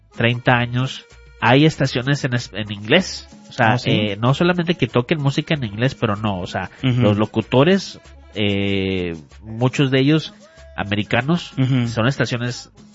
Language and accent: Spanish; Monterrey, Nuevo León, Mexico; moved away; Yo soy niño de ciudad grande. Yo me crié ahí en Monterrey, pues es la segunda ciudad más grande de todo el país de México